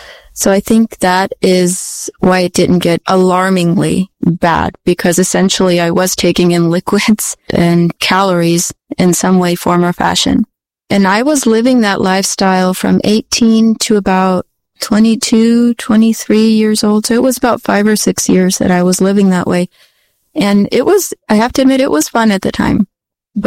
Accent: Germany; moved away; I grew up in Germany and I went to school in Germany as well.

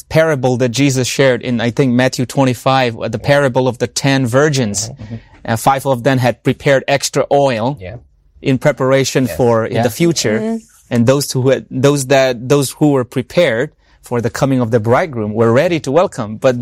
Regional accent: Myanmar; moved away; I remember growing up in my home country, Myanmar, we didn't have electricity 24/7.

